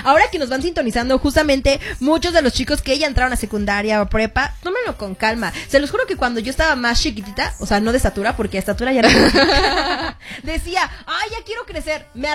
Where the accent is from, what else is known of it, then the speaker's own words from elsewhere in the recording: Acapulco, Guerrero, Mexico; now in Mexico City, Mexico; Yo soy de Acapulco, Guerrero.